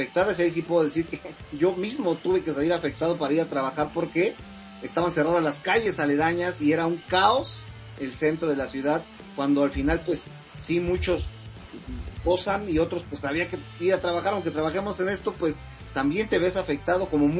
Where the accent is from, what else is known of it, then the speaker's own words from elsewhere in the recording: Mexico; la mayoría de los mexicanos nos da lo mismo Argentina